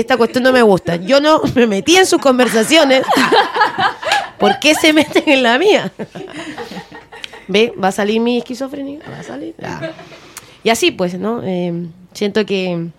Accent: Peru; moved away as an adult; now in Chile; tengo 39 años y de mi vida yo me vine a los 19. Tengo un año más aquí viviendo en Chile. O sea, yo soy mitad chilena, mitad peruana. Tengo una esencia y unos valores bien peruanos

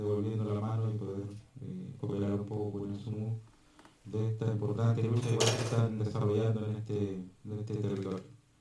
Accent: San Juan de la Costa, Los Lagos, Chile; soy machi de San Juan de la Costa, Osorno.

